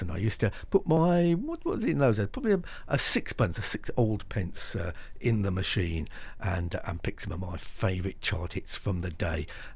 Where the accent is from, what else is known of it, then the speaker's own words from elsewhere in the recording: Birmingham, West Midlands, United Kingdom; I come from Birmingham